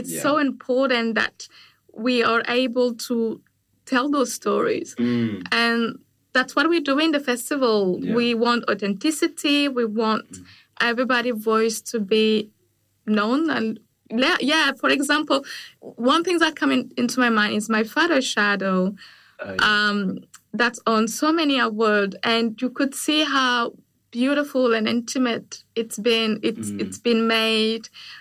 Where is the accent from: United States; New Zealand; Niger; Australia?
Niger; English is a second language; I grew up in Niger, and it is used to be a French colony, and we speak French. And growing up, my father thought it was best for me to speak the language, French. And then so kind of looked down into my mother tongue